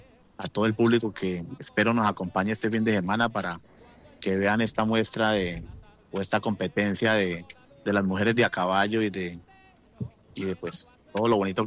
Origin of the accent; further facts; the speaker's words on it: Llanos Orientales, Colombia; nosotros somos llaneros